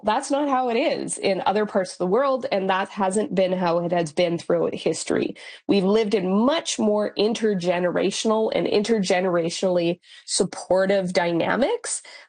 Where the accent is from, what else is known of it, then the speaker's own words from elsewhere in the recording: Saskatchewan, Canada; I grew up in Northern Saskatchewan